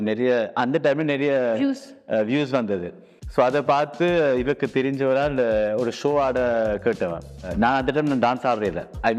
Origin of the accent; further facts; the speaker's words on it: France; ஒரு ஃப்ரெஞ்ச் குடிமகனாக நோபலாக வளர்ந்தோம்.